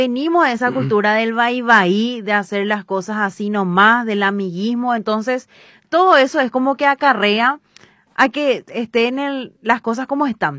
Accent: Paraguay; nosotros como paraguayos tenemos que tener en cuenta.

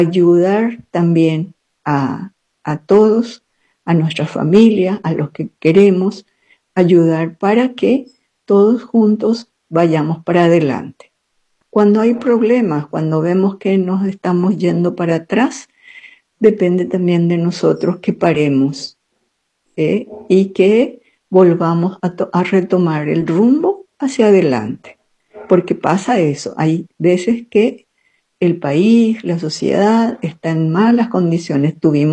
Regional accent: Paraguay; el otro elemento muy importante como paraguayos que tenemos no es solamente el miedo y la desconfianza, sino también las dos lenguas que tenemos. Somos bilingües, ¿verdad? Somos un país bilingüe

